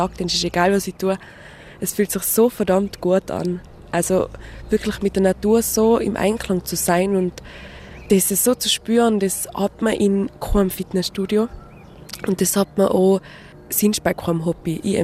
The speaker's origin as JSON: {"language": "German", "town": "Imsterberg", "region": "Tyrol", "country": "Austria", "said": "Ich komme aus Imsterberg, aus einem kleinen Ortschaftel in Tirol."}